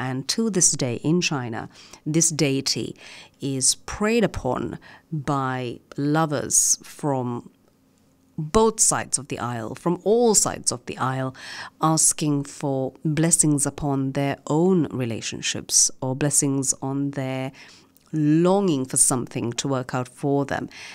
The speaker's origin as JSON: {"language": "English", "country": "Australia", "said": "We're Australian"}